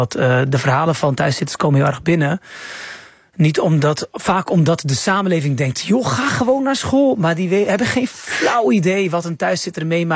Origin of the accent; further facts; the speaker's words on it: Rotterdam, South Holland, Netherlands; Blijswijk is eigenlijk Rotterdam. Ja. Ik kom uit Rotterdam